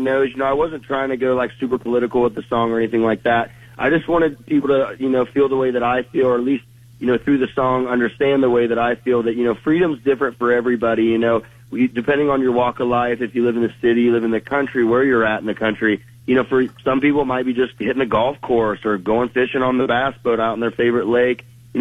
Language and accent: English; Cambridge, Ohio, United States; moved away; I'm back in my hometown of Cambridge, Ohio.